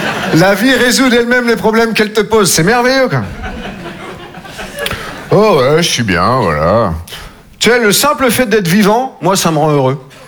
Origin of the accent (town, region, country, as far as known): Nouvelle-Aquitaine, France